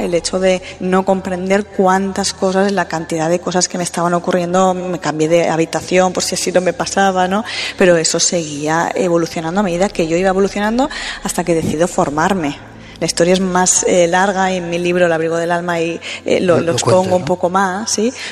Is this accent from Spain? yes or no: yes; Valencia, Valencian Community, Spain; Soy de Valencia. Pues estoy entre Madrid, Valencia, y hago la escuela en Madrid.